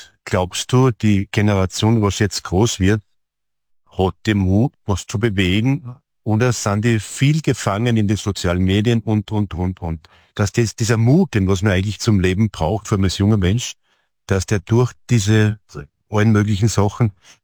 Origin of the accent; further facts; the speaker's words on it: Styria, Austria; Wir sind Steirer und Steirer müssen jetzt anhalten, oder?